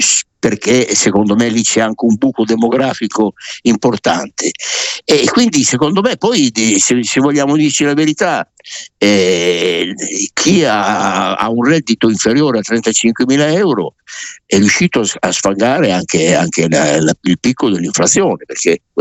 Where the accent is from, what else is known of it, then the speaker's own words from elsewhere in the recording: Emilia-Romagna, Italy; Io ovviamente sono emiliano romagnolo e quindi vado sempre vicino a casa.